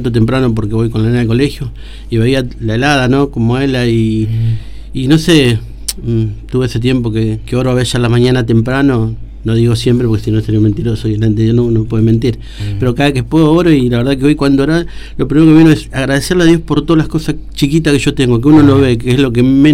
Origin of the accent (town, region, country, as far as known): Argentina